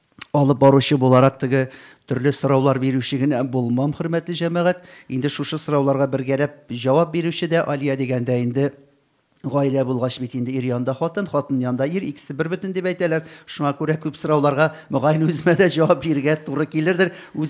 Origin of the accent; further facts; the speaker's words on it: Tatarstan, Russia; Мин Әлки районыннан.